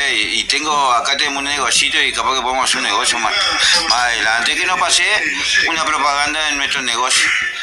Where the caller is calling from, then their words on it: San Pedro, Buenos Aires Province, Argentina; yo soy acá de San Pedro, de Calle Roca